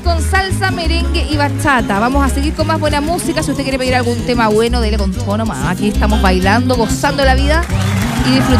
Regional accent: Chile; algo que hemos debatido nosotros como chilenos

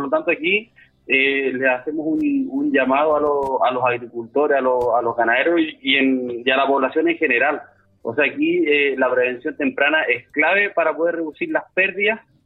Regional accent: Chile

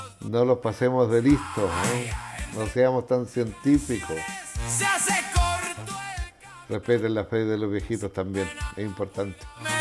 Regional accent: Chile

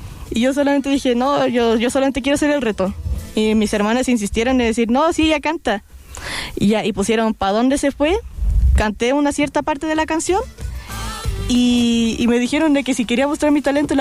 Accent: Chile; Yo soy de Chile, aunque mis padres son bolivianos.

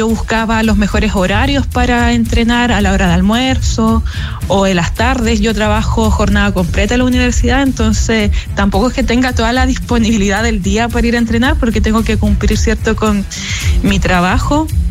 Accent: Castro, Los Lagos, Chile; yo nací, me crié en Chiloé, y en Chiloé hace muy poco solo hay una pista. Yo soy de Castro

